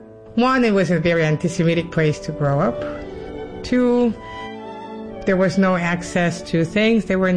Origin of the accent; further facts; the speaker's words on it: Moscow, Russia; I was born in Moscow in 1961.